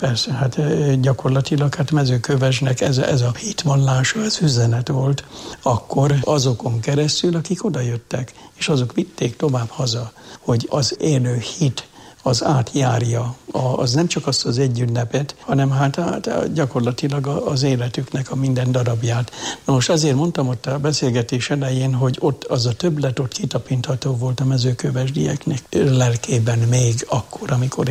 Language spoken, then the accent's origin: Hungarian; Jászárokszállás, Jász-Nagykun-Szolnok, Hungary; moved away as an adult; now in Jászberény, Hungary; Szülőhazám Jászárokszállás